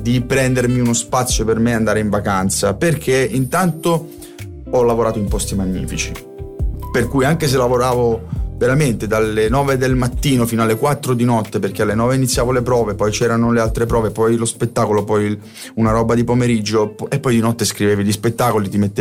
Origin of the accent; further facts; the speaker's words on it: Carovigno, Apulia, Italy; born there; Carovigno. Mi piace nominare il mio paese